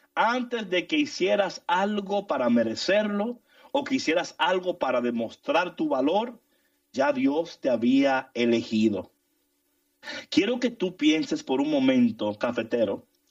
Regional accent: New York, United States; born or raised there

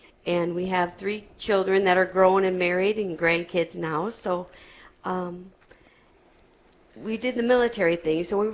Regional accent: Salem, South Dakota, United States; moved away as an adult; I grew up in Salem.

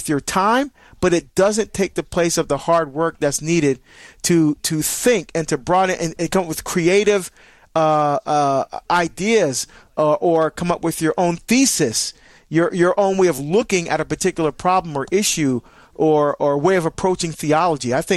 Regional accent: New Jersey, United States; Well, I'll tell you, my home state of New Jersey is running the table today on the calls.

